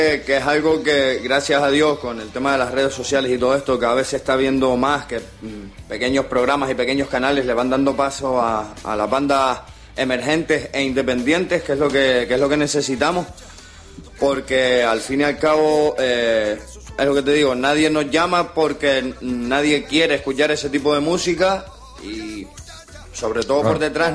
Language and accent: Spanish; Canary Islands, Spain; porque como buen canario, yo soy el primero al que le gusta ir a una fiestita